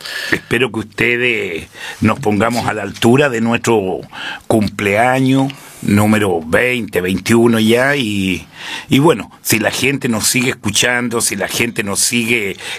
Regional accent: Chile; mi primer amigo que yo tuve fue Guillermo, porque nos criamos juntos ahí en la COPEC.

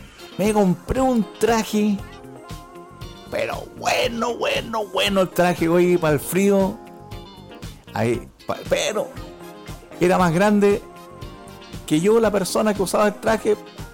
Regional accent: Chile; no sé porque soy chileno o no, pero dejo de trabajar porque ya sé que si me pongo o me mentalizo que voy a terminar lo que estoy haciendo

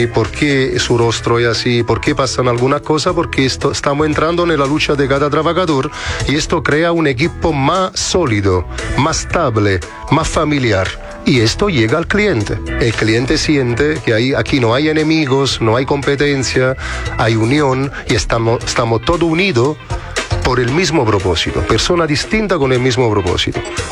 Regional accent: Naples, Campania, Italy; now in Chile; vengo de Nápoles y ahí somos un poco trogloditas respecto a la tecnología. Aprendí en Chile la importancia de la red social.

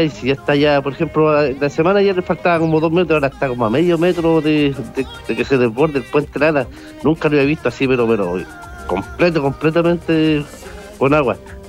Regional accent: Chile; somos chilenos

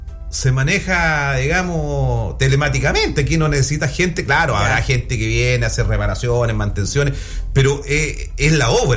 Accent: Chile; nosotros en Chile

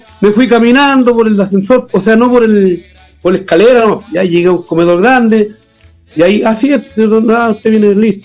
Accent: Monte Águila, Biobío, Chile; oiga, es que yo soy de Monte Águila, soy del campo y voy a donde Enrique Maluenda.

